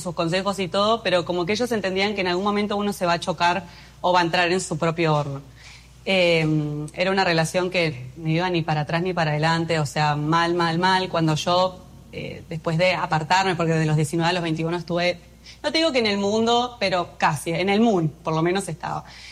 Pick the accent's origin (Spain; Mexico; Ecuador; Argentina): Argentina; now in Dominican Republic; Yo amo a Argentina, me considero más argentina que el mate. Siempre dije, yo voy a nacer y morir en Argentina. Estudié ciencias políticas allá, o sea, con la intención de seguir siempre en el camino de Argentina.